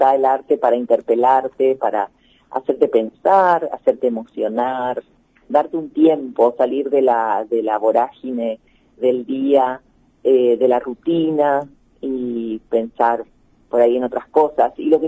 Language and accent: Spanish; Argentina